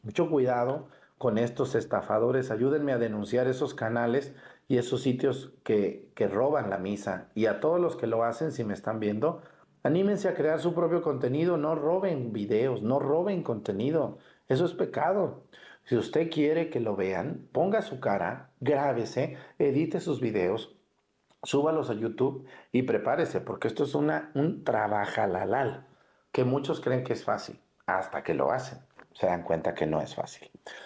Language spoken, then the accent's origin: Spanish; Mexticacán, Jalisco, Mexico; moved away; allá en mi pueblo, en Mexicacán